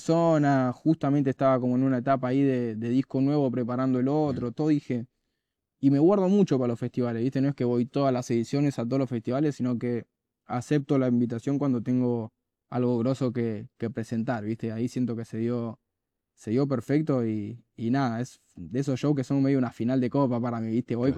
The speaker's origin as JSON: {"language": "Spanish", "region": "Buenos Aires", "country": "Argentina", "said": "mi barrio. Yo siempre fui como de ahí, me daba hasta coraje venir a Palermo, ¿viste? Era como, yo soy de la Comuna 4 y ya fue."}